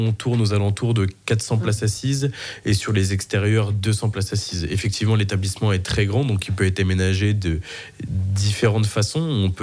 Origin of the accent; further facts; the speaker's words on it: Paris, Île-de-France, France; moved away as an adult; also born or lived in Brittany; now in Laval, France; J'ai grandi à Paris, puis je suis devenu adulte en Bretagne.